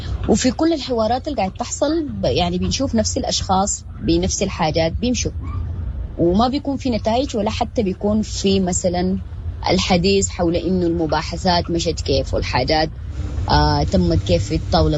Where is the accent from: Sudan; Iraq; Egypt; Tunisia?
Sudan; نحن كسودانيين